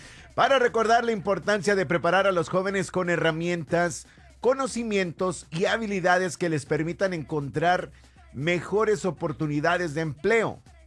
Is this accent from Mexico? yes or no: yes; Mexico; para los que somos de origen mexicano